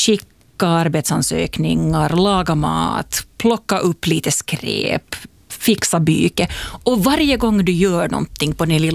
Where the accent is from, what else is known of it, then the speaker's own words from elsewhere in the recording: Finland; Så det är just så som vi finländare vill ha det.